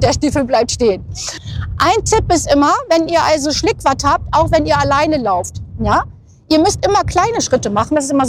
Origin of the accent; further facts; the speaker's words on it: Cuxhaven, Lower Saxony, Germany; Ich komme aus Cuxhaven. Na, und wir sind schon selber als Kinder hier im Watt rumgelaufen. Ich bin hier in meinem Element.